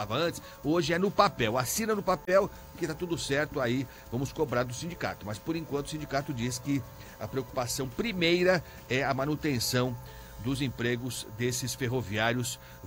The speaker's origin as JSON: {"language": "Portuguese", "region": "São Paulo", "country": "Brazil", "said": "quem está pagando o preço somos nós, paulistas e paulistanos, e quem vem para São Paulo para fazer negócios"}